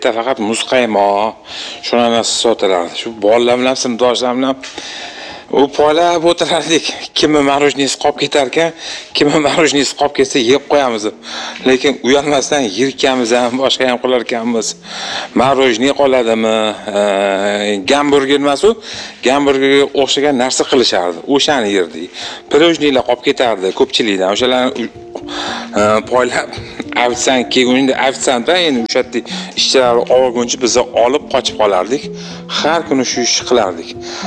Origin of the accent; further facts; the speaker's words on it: Tashkent, Uzbekistan; o'zi Yunusobodlimiz biz.